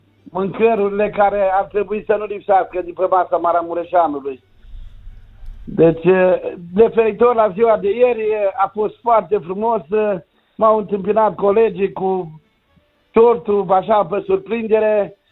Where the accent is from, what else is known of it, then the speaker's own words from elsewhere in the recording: Romania; noi suntem români